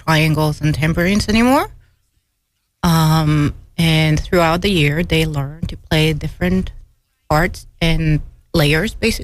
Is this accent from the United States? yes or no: no; Slovenia; moved away; I'm from Slovenia, Europe.